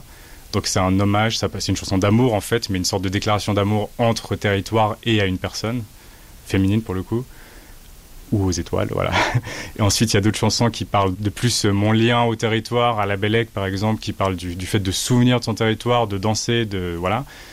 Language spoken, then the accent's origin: French; Algeria; Je suis algérien, du coup. J'ai souvent été en Algérie, mais aussi au Maroc.